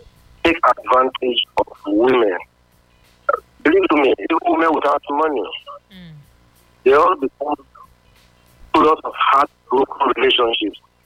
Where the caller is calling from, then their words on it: Nigeria; I'm calling from Ekuma.